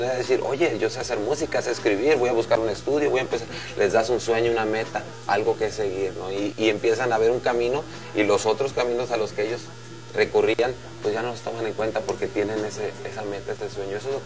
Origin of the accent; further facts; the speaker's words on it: Tepic, Nayarit, Mexico; Soy de Tepic, Nayarit, orgullosamente.